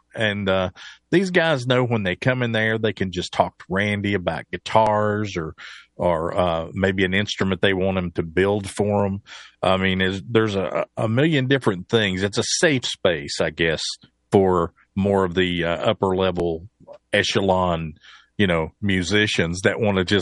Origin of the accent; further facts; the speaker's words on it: Bristol, Tennessee, United States; moved away; my hometown of Bristol, Tennessee.